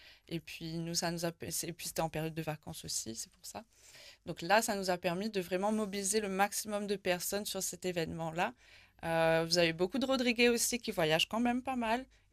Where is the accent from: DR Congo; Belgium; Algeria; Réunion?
Réunion; also born or lived in Mauritius; Moi, j'ai grandi à La Réunion, j'ai grandi aussi avec Maurice.